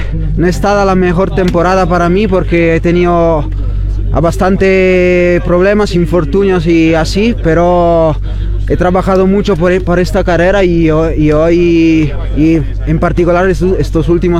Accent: Italy; Spanish is a second language; para nosotros, para los italianos

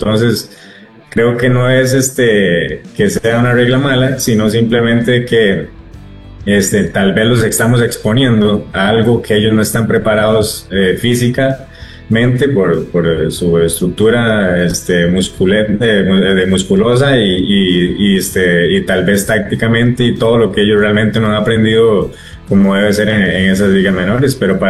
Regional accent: Costa Rica; Yo creo que el talento tico todavía está intacto

